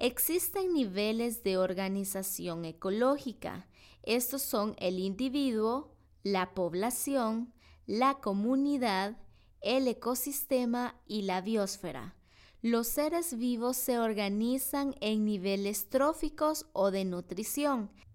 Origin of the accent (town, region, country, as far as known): Honduras